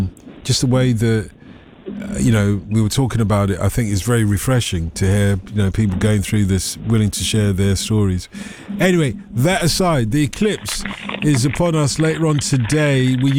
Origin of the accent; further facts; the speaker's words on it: London, United Kingdom; I am from Lordship Lane. So, 505, that's where I live, mate. Lordship Lane.